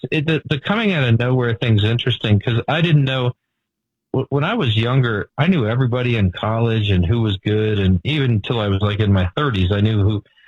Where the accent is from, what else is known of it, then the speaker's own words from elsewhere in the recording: Baltimore, Maryland, United States; born there; I was born in Baltimore. That makes me a Baltimorean.